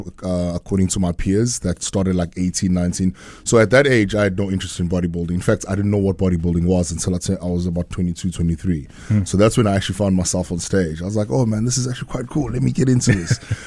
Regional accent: Durban, KwaZulu-Natal, South Africa; moved away as an adult; also born or lived in Cape Town; now in Johannesburg, South Africa; I'm from Lamontville. I'm born and bred in Durban. I did primary school here, high school here. I'm a George Campbell old boy. And then obviously subsequently I went to varsity at UCT and ended up being in Joburg

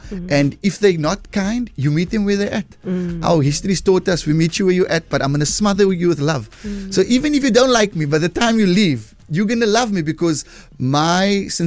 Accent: South Africa; as a South African

